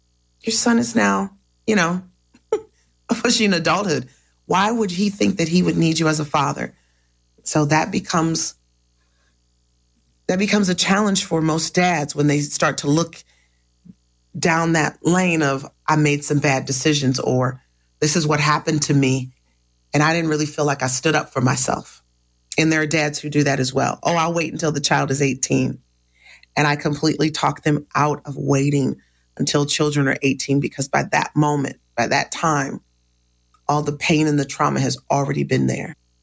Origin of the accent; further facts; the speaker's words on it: Kalamazoo, Michigan, United States; now in Africa; I'm a girl from Kalamazoo, Michigan, sitting smack dab in the middle of Africa because of the impact this has had on generations.